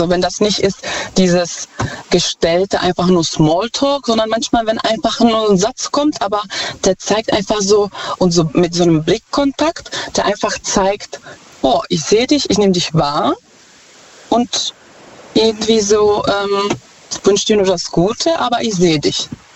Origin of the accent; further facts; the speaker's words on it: Czechia; German is a second language; moved away; Ich komme ursprünglich aus Tschechien.